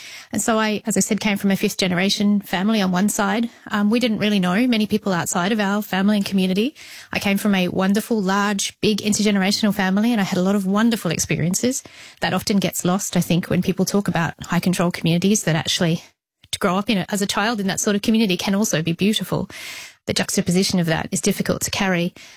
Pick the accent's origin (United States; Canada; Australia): Australia; I am obviously Australian. I was raised fifth generation inside the group here in Australia. I came from a rural remote community